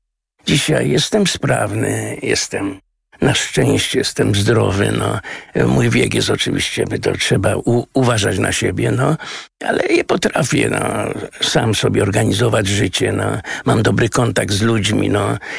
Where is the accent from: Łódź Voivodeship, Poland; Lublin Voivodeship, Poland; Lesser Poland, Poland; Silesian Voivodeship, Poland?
Łódź Voivodeship, Poland; Łódź; ja jestem urodzony między, na Bałutach i Bałuty Śródmieście Łódź